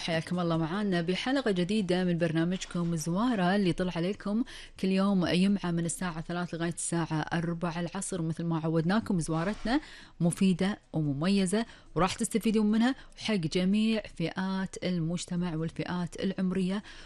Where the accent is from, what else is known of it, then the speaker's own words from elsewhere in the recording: Kuwait; راح نتكلم عن معالم ديرتنا الحبيبة الكويت وأفضل الأماكن السياحية